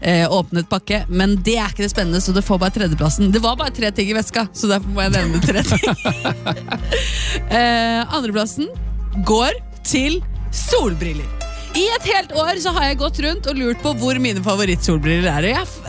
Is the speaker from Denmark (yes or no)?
yes; Copenhagen, Capital Region of Denmark, Denmark; now in Norway; I år har jeg til og med vært i København, fordi jeg er fra København